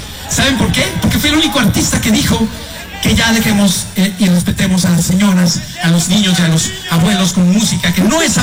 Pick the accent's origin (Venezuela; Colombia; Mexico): Mexico; Somos mexicanos, güey. Habla como mexicano, güey.